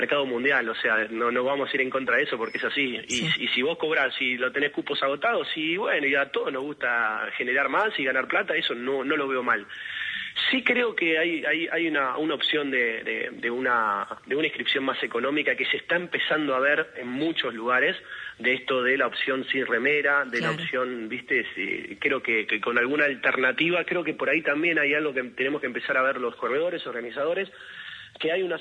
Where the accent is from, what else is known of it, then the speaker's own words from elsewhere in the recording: Argentina; nosotros como argentinos, o lo mismo los atletas argentinos, cuando los ven y los ven cómo entrenan